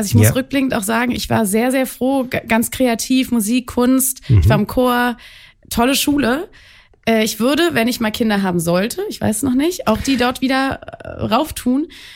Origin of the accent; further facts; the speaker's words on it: Berlin, Germany; CHB, Charlottenburg.